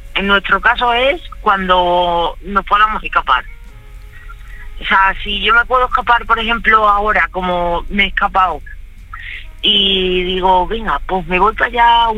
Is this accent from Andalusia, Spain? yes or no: no; Badajoz, Extremadura, Spain; Yo soy de Badajoz, él es de Valdepeñas.